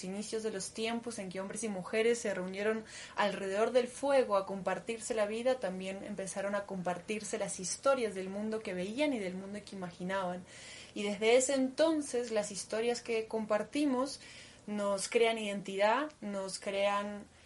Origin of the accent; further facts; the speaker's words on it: Argentina; first language Russian; Spanish is a second language; moved away as an adult; Digamos que yo a mis 21 años me fui de mi país. Yo crecí en Argentina, en el seno de una familia rusa.